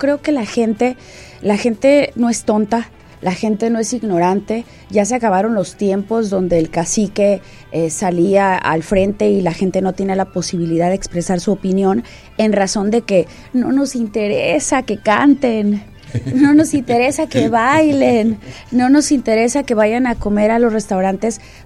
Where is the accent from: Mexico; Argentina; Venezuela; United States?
Mexico; Baja California; yo llegué aquí a los 2 años. Entonces, soy de aquí, ¿no? Soy Baja californiana.